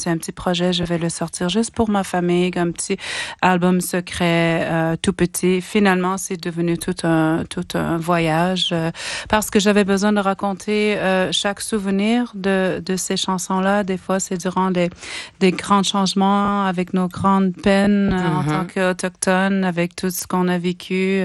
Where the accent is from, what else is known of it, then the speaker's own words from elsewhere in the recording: the Far North, Canada; chez nous, moi, je viens du Grand Nord